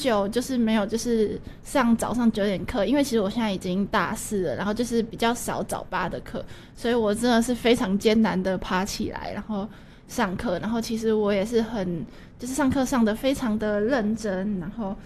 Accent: Taiwan; accent: Taiwanese; 不是有些人讲英文会有一些就是台湾口音嘛，就是我也会，然后就是我也是那种讲韩文会有台湾口音的

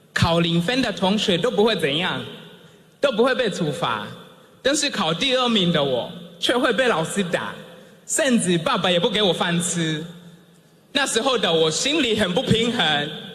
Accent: Kigoma, Tanzania; 我出生在坦桑尼亚的山区，一个靠近贡北国家公园的小村落。那里是珍古的博士研究野生黑猩猩的地方，也是我的生命的起点。我在一个贫穷家庭长大

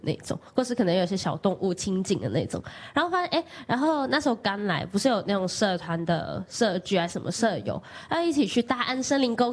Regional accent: Hong Kong; moved away; 我是香港人

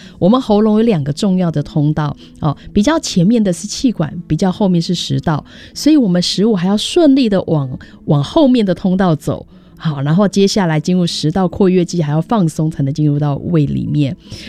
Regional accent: Taiwan; 我们台湾人很多老人家喜爱吃空麻好了、

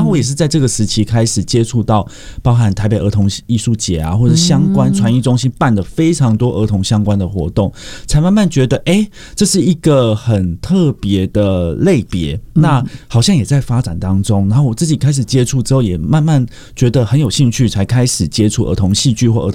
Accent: Tainan, Taiwan; 因为我小时候住在台南，那当然台南可以看到很多野台戏

